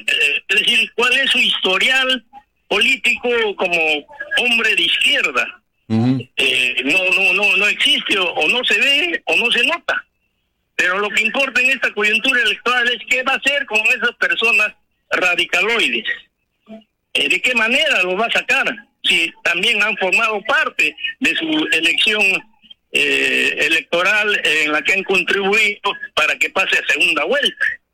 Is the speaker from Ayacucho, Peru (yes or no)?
yes; Coracora, Ayacucho, Peru; now in Lima, Peru; añoro a mi tierra Coracora, pero imaginariamente me transporto y a veces de gusto en Lima.